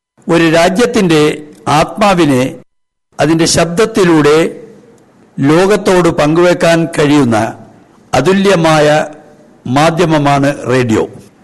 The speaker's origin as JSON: {"language": "Malayalam", "region": "Lakshadweep", "country": "India", "tie": "born or raised there", "also_born_or_lived": "Kozhikode", "said": "എന്റെ ദ്വീപിൽ ആദ്യകാലത്ത് വൈകുന്നേരം 5 മണി മുതൽ 9 മണി വരെ ആകാശവാണി പ്രോഗ്രാം ലൗഡ് സ്പീക്കർ ഉപയോഗിച്ച് പൊതുജനങ്ങളെ കേൾപ്പിക്കുമായിരുന്നു."}